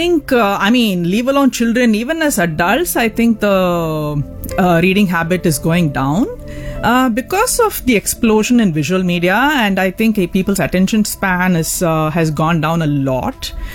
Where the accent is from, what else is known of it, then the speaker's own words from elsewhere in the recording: Neyveli, Tamil Nadu, India; So I grew up in Neyveli, which is a small town.